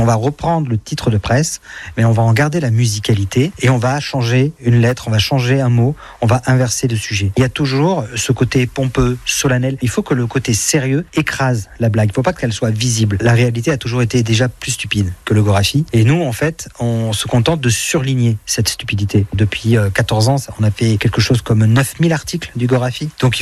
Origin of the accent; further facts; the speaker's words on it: Nouvelle-Aquitaine, France; je suis né à Bordeaux, mais mes parents vivent dans les Landes depuis la fin des années 80. Donc j'ai vécu à Aunay-sur-Lahari, puis à Morsens, et j'ai fait mes études de lycée à Bayonne